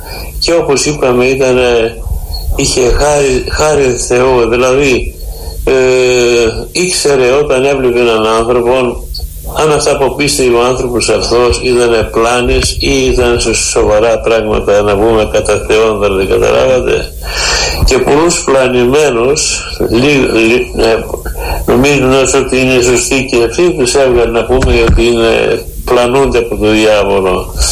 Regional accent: Greece; σαν Έλληνες, σαν χριστιανοί

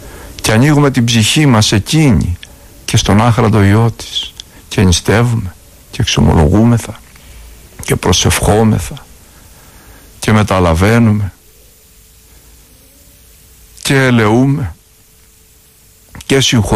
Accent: Greece; της πατρίδος μας, της αιωνίου Ελλάδος μας

